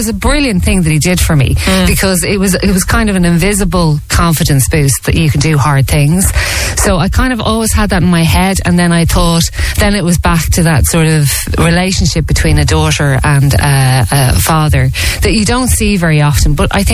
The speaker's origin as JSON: {"language": "English", "region": "County Dublin", "country": "Ireland", "tie": "born or raised there", "said": "where we grew up in Ballantyre and in Dundrum and kind of surrounding areas"}